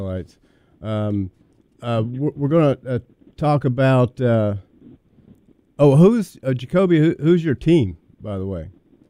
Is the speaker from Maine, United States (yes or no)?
no; North Carolina, United States; Even though I'm from North Carolina